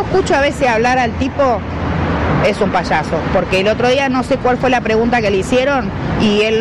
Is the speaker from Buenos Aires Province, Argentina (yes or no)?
yes; José C. Paz, Buenos Aires Province, Argentina; Soy de José C. Paz y ama de casa.